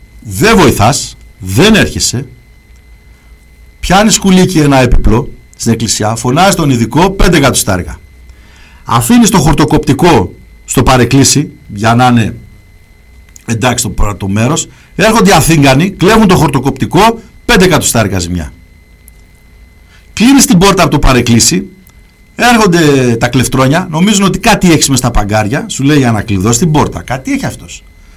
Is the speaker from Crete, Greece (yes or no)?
no; Thessaloniki, Central Macedonia, Greece; εκεί που μεγάλωσα Σαλονίκη, τα πρόλαβα εγώ.